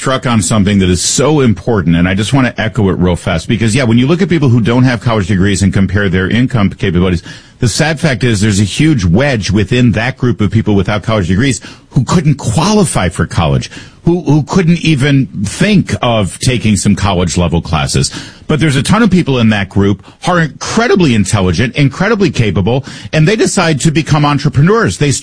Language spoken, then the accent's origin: English; Plymouth, Michigan, United States; I just mentioned my hometown, Plymouth, Michigan